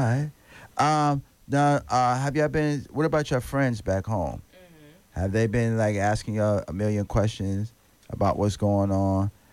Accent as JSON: {"language": "English", "region": "New York", "country": "United States", "said": "I mean, I'm a New Yorker, so, you know, I'm like, hey, I can't hear you."}